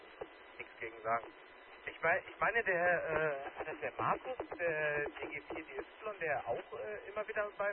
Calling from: Bochum, North Rhine-Westphalia, Germany; Das ist Bochum-Langendreher. Um genau zu sein, die Siedlung Willenshöhe.

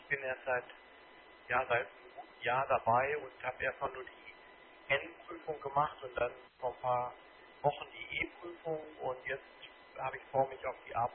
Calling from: Bochum, North Rhine-Westphalia, Germany; ich rufe aus Bochum

